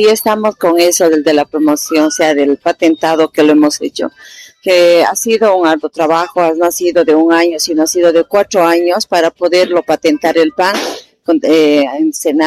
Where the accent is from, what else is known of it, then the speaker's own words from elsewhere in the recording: Arani, Cochabamba, Bolivia; soy la única que vengo de Arani.